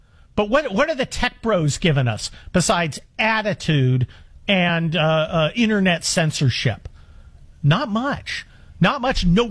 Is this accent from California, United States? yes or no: yes; San Mateo, California, United States; I grew up right around Silicon Valley out in San Mateo, California, but I was not a tech bro.